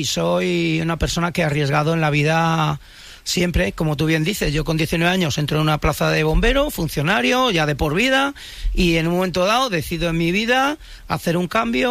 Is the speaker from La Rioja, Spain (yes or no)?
no; Íscar, Castile and León, Spain; Soy castellano y ahí nos hacemos duros.